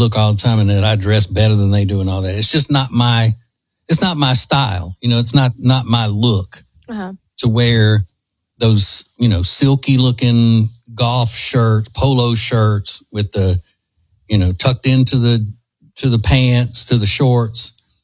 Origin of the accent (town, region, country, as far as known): Louisiana, United States; born or raised there